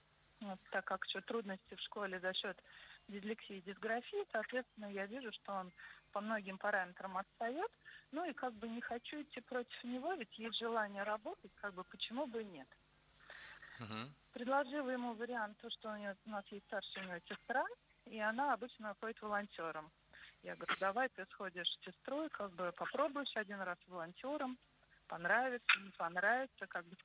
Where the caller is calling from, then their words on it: Moscow, Russia; из Москвы.